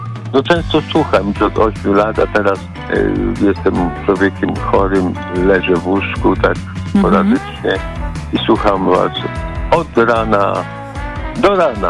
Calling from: Sława, Lubusz Voivodeship, Poland; Ja jestem ze Sława. Sława to jest lubuskie województwo nad jeziorem pięknym

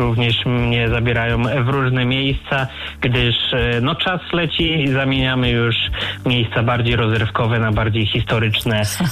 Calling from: Świętokrzyskie Voivodeship, Poland; Sam jestem ze Świętokrzyskiego i tamtych okolic

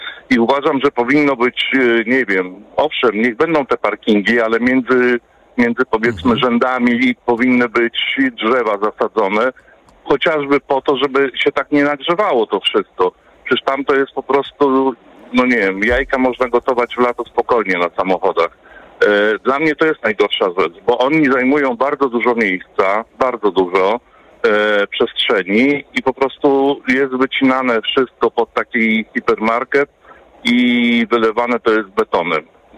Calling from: Warsaw, Masovian Voivodeship, Poland; też mieszkam w Warszawie

